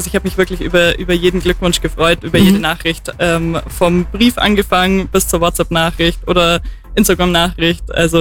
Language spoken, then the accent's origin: German; Immenstadt, Bavaria, Germany; now in Obermaiselstein, Germany; Ich bin zwar in Immenstadt geboren, aber in Knottenried aufgewachsen, bei guten 30 Häusern auf 1000 Meter Höhe.